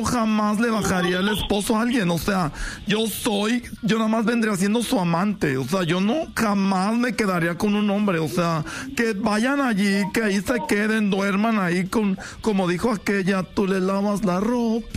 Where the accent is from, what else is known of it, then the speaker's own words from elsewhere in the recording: Silao, Guanajuato, Mexico; Sí, yo soy de Guanajuato. Güey. Sí, pero soy de Silao, Guanajuato.